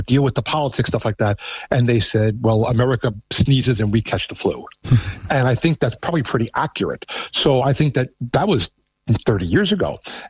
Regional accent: New York, United States; accent: New York; I said, no, I'm from New York. And the first question I'll get here is, oh, are you a Trumper? And I'll say, well, I moved here willingly.

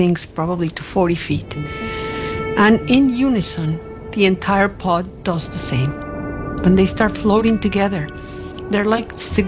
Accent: Cuernavaca, Morelos, Mexico; Growing up in Cuernavaca, was such a blessing because at the time, we're talking about the 1970s, Cuernavaca was a very small city.

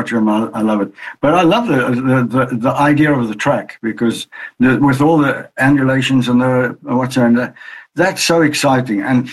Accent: South Africa; I grew up in South Africa. Yes. South Africa was racing right all the time. I mean, in our little hometown.

